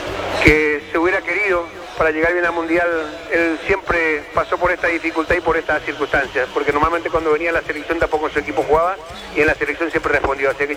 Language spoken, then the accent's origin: Spanish; Paraguay; hoy somos más paraguayos que nunca